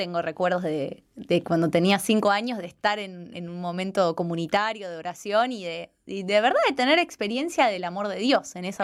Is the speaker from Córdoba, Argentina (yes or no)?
no; Buenos Aires, Argentina; Si bien soy muy fan de la ciudad, o sea, porteña mal, me encanta.